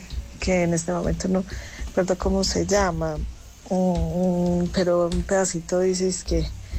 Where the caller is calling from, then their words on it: Sonsón, Antioquia, Colombia; Soy una fiel oyente de una vereda de Sonsón, Antioquia.